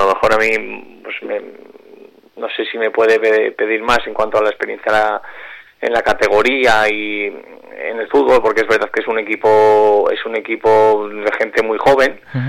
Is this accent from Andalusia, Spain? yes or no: no; Logroño, La Rioja, Spain; moved away as an adult; Llegaba de nuevo también, porque yo salí de Logroño a los 18.